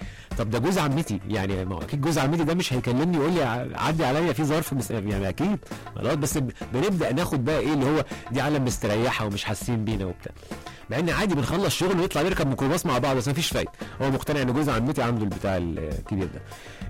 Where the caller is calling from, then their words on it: Alexandria, Alexandria Governorate, Egypt; من اسكندريه